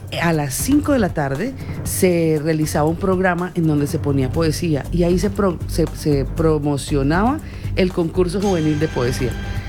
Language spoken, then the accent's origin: Spanish; Huila, Colombia; yo soy del Huila